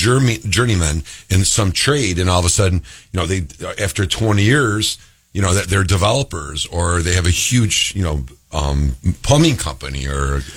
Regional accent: Rochester, New York, United States; She goes, where are you from? I go, Rochester, New York.

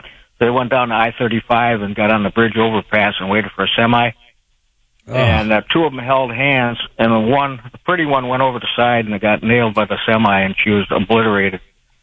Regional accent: Wisconsin, United States; also born or lived in Texas; Yeah, I worked for the Travis County Medical Examiner in Texas for a while. I'm originally from Wisconsin

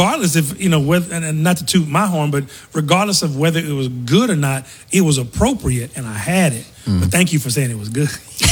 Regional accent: Lake Charles, Louisiana, United States; also born or lived in Eunice / Kinder; But I'm Lake Charles is what I call home. Right. Because that's where I spent my adult life from 11 years old until

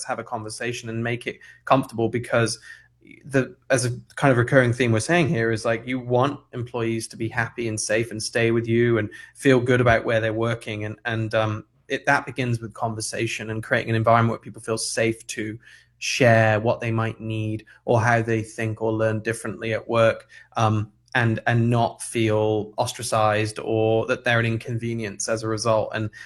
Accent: United Kingdom; accent: British; now in United States

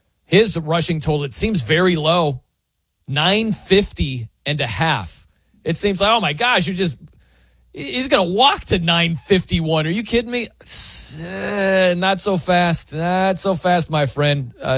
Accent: South Bend, Indiana, United States; It's actually a running joke because I grew up in South Bend, Indiana.

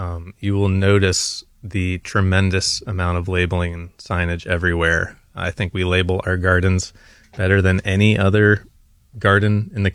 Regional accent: Cincinnati, Ohio, United States; moved away as an adult; also born or lived in Asheville, North Carolina; I went to Ohio Wesleyan University. I'm from Cincinnati and lived in a few places all around this great land

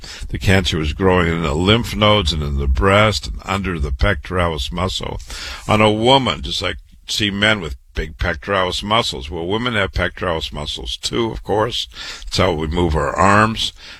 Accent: Waterloo, Iowa, United States; cancer doctor, board certified, born and raised in Waterloo, Iowa, went to public school, university, MD at 25.

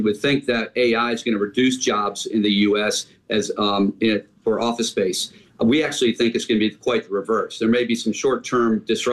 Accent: Detroit, Michigan, United States; and I'm from Detroit, Michigan, so I can pick on Detroit, Cleveland, Pittsburgh, Chicago

